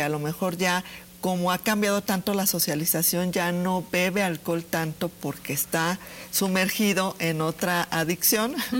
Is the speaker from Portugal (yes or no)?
no; Mexico; now in Aguascalientes, Mexico